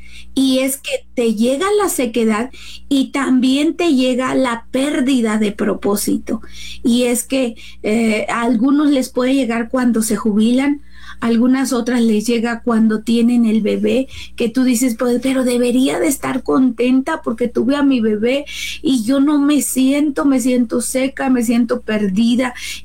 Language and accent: Spanish; Mexico; nosotros como mexicanos